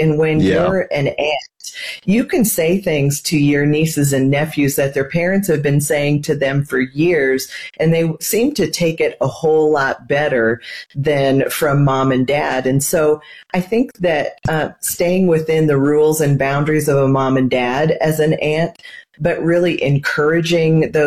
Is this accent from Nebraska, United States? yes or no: yes; Nebraska, United States; Well, I grew up in Nebraska, and we have no professional sports teams there.